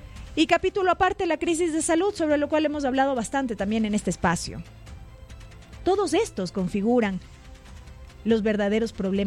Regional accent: Ecuador; los que pagan los platos rotos somos todos los ecuatorianos.

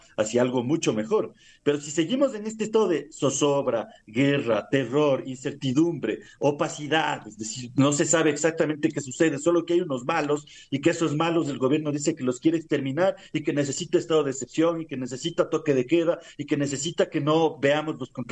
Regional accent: Ecuador; Entonces, a estas alturas, como ecuatorianos, ya tenemos que preguntarnos si realmente al gobierno le interesa resolver este problema

